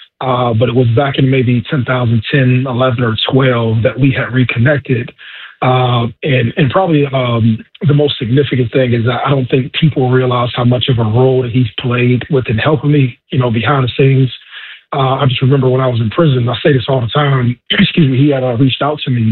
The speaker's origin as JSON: {"language": "English", "town": "Youngstown", "region": "Ohio", "country": "United States", "tie": "born or raised there", "said": "super fascinated and a fanboy of Coach Trussell growing up in Youngstown."}